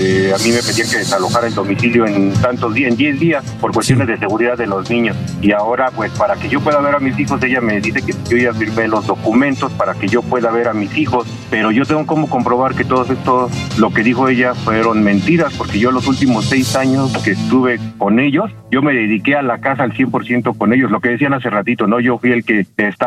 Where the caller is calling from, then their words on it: Iztacalco, Mexico City, Mexico; De aquí, de Iztacalco.